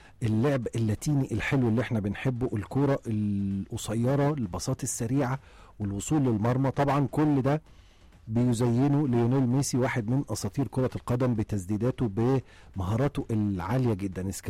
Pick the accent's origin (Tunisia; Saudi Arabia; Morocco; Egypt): Egypt; احنا كمصريين